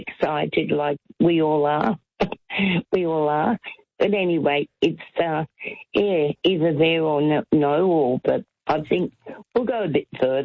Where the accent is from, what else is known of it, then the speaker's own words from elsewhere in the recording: Melbourne, Victoria, Australia; born there; moved away; I grew up in Broadmeadows when we came to Australia. Old Broadie.